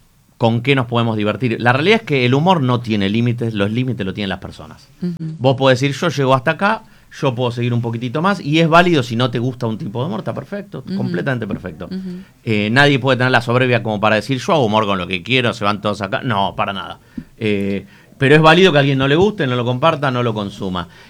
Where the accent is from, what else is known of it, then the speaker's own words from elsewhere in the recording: Buenos Aires, Argentina; Capital Federal, Buenos Aires.